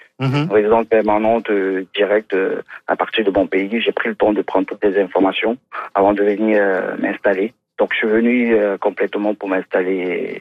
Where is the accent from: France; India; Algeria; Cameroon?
Cameroon; Douala, Littoral; now in Quebec, Canada; Moi, je suis originaire du Cameroun, en Afrique centrale.